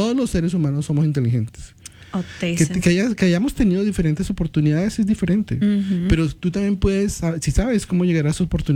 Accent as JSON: {"language": "Spanish", "country": "Colombia", "said": "soy colombiano aprendiendo vallenato."}